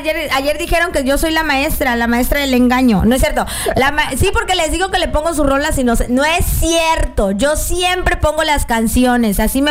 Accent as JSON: {"language": "Spanish", "town": "Jalpa de Méndez", "region": "Tabasco", "country": "Mexico", "also_born_or_lived": "Nacajuca / Tacotalpa / Cunduacán / Villahermosa", "said": "también soy de Jalpa de Méndez, soy de Nacajuca, Jalpa, Tacotalpa, Cunduacán y Villahermosa, así que yo soy de todos lados y de ninguno."}